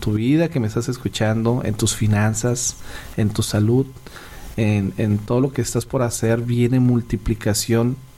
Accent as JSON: {"language": "Spanish", "town": "Culiacán", "region": "Sinaloa", "country": "Mexico", "said": "Mañana ya estamos en Culiacán, Sinaloa, una tierra donde mi pueblo, mi gente, se los digo, está sufriendo constantemente."}